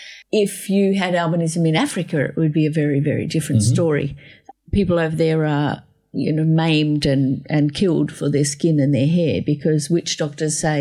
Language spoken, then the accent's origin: English; Australia; born there; I'm actually thankful I was born in Australia.